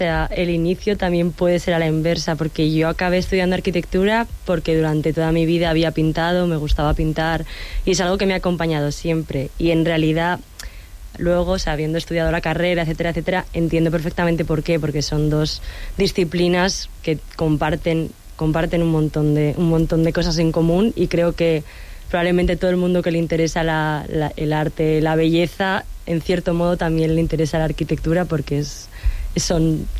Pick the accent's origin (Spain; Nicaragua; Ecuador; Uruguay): Spain; Santander, Cantabria; born there; moved away; also born or lived in Zaragoza; yo nací en Zaragoza, pero muy pequeña me vine a vivir a Santander y estuve aquí viviendo varios años, entonces digamos que siempre me he sentido un poco cántabra en una parte de mi corazón, así que siempre vuelvo aquí.